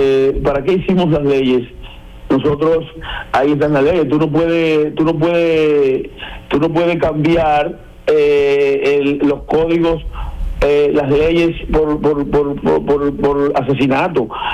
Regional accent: Elías Piña, Dominican Republic; acuérdense que yo soy de Elías Piña

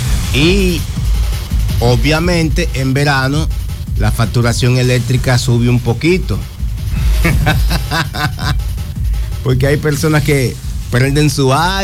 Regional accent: Dominican Republic; eso nos identifica como dominicanos

